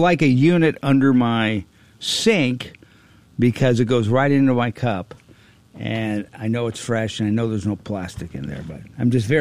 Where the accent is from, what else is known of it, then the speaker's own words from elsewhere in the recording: Chicago, Illinois, United States; Growing up in Chicago, longtime Chicago sports fan, trying to keep my enthusiasm tempered for the Cubs.